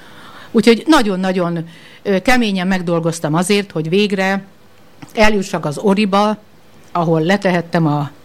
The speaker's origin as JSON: {"language": "Hungarian", "town": "Szeged", "region": "Csongrád-Csanád", "country": "Hungary", "said": "Szegediek vagyunk, igen, amire igen, nagyon büszke is"}